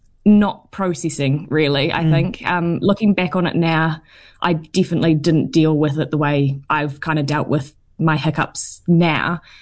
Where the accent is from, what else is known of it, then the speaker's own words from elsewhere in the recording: Canterbury, New Zealand; I grew up in North Canterbury and I grew up at an area school.